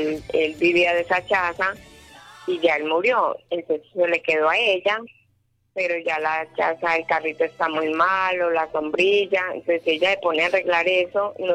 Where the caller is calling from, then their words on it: Medellín, Antioquia, Colombia; yo vivo en San Javier La Loma